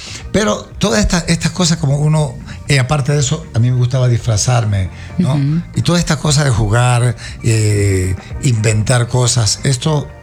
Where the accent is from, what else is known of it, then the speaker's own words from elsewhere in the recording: Guayaquil, Guayas, Ecuador; Yo soy de Cristo, de cerca del Cristo del Consuelo. Barrio Lindo se llama el mío. Que es Cristóbal Colón, Sedalana, Pancho Segura.